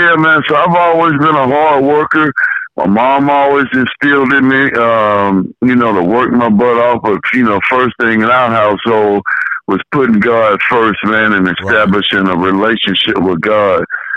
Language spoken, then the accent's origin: English; Atlanta, Georgia, United States; also born or lived in Chicago / Decatur; I grew up in a part of Atlanta that was right next to Decatur up until I was about 12. And then we moved to Decatur when I was about 12. And so really a lot of my roots come from Atlanta and Decatur too.